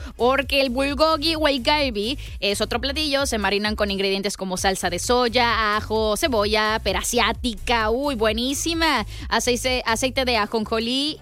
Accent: Monterrey, Nuevo León, Mexico; nosotros como regios nos encanta la carne.

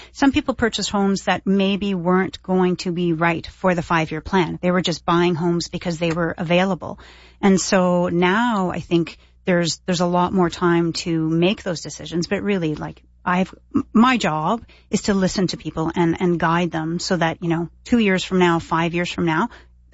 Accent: Toronto, Ontario, Canada; now in Stittsville, Canada; Right, I've lived in Stittsville longer than I've lived anywhere in my life, though I still say I'm from Toronto.

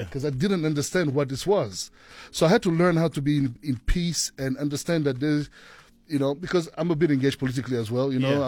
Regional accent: Bria, Haute-Kotto, Central African Republic; moved away; But I grew up in Bria, which is 600 kilometers away from the capital city, Bangui, where we were kind of like the only light-skinned or white people in the area.

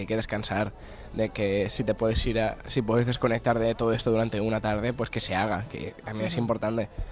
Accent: Valencian Community, Spain; aquí la inmensa mayoría somos valencianos

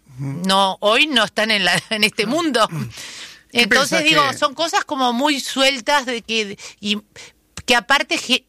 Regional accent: Uruguay; como ciudadana uruguaya estoy preocupada

